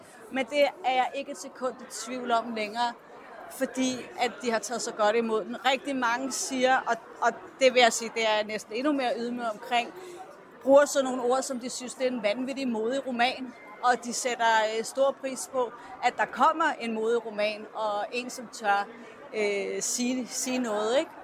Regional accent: Copenhagen, Capital Region of Denmark, Denmark; Det er jeg. Er fra Vesterbro.

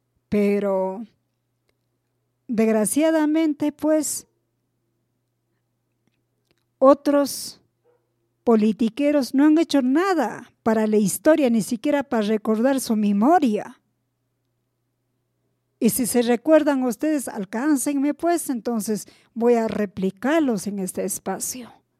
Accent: Peru; no hay que ser racista y desagradecidos como peruanos.

